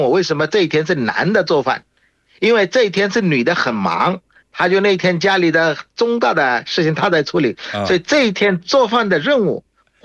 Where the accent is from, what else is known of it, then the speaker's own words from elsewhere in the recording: Bangladesh; Chinese is a second language; 我是来自于孟加拉国的